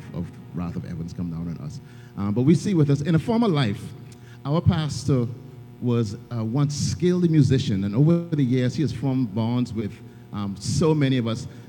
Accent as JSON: {"language": "English", "country": "Bahamas", "tie": "born or raised there", "said": "We used to have their album, their 45 album in our house growing up in Palm Beach Street."}